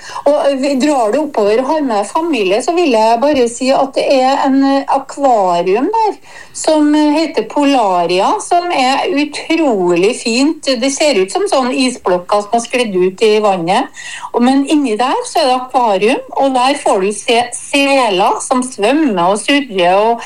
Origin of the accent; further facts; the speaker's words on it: Trøndelag, Norway; jeg er trønder.